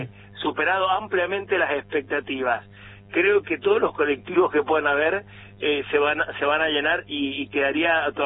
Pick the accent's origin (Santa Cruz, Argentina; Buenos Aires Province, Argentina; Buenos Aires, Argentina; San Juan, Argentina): San Juan, Argentina; mi San Juan, de mi gente, de mis procesiones, de lo que vive mi pueblo en cuanto a fe, de novenas, de familia